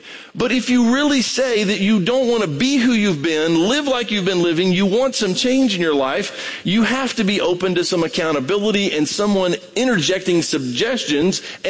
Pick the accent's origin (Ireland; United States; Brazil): Brazil; I grew up in Brazil, so that's coffee, the stuff they're serving here.